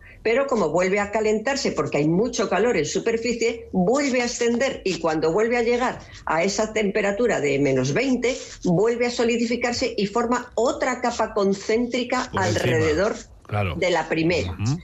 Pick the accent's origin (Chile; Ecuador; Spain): Spain; yo personalmente, soy de la Ribera del Ebro